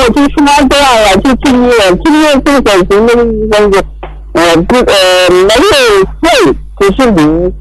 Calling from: Kunming, Yunnan, China; 我是云南的，云南昆明的，

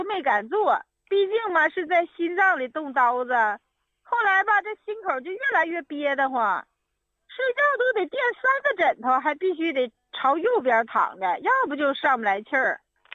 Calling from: Shenyang, Liaoning, China; 哎，李老师，我是沈阳的， … 我今天呢，我每天都听您节目

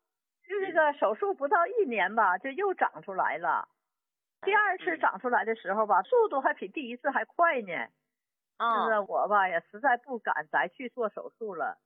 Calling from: Shenyang, Liaoning, China; 我是沈阳的。

